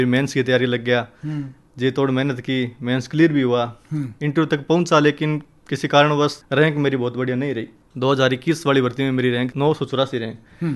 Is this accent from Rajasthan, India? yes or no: yes; Rajasthan, India; मैं सूरतगढ़ तहसील के गांव सिद्धवाला का निवासी हूँ।